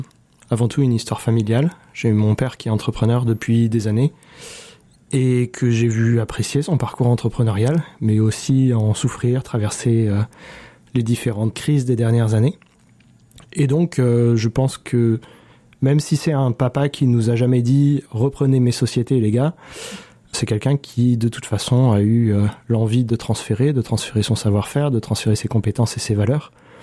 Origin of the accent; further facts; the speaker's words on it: Les Sables-d'Olonne, Pays de la Loire, France; born there; Je suis né au Sable d'Olonne. J'ai passé pas mal de temps en Loire-Atlantique. Et je suis arrivé au lycée ici et j'ai eu du mal à en partir.